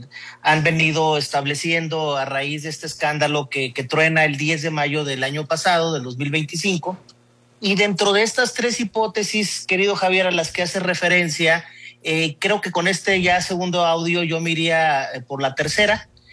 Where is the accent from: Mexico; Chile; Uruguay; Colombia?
Mexico; Baja California; Yo estoy muy apenado verdaderamente por todo lo que está pasando en mi tierra.